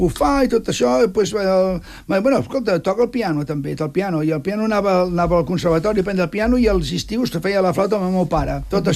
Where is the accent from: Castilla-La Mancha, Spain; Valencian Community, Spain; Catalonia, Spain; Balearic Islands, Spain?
Catalonia, Spain; tothom sap de que sóc català.